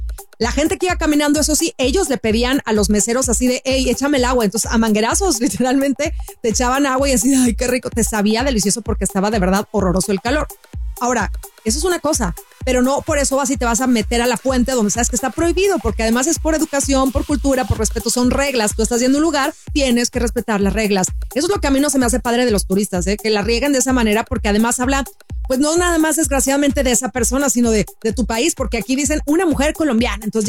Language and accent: Spanish; Sinaloa, Mexico; peor que mi zona de donde yo estoy, de Sinaloa, que también siempre es caliente.